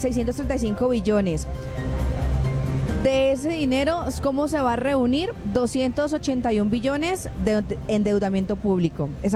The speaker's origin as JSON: {"language": "Spanish", "town": "Cali", "region": "Valle del Cauca", "country": "Colombia", "said": "nosotros los caleños"}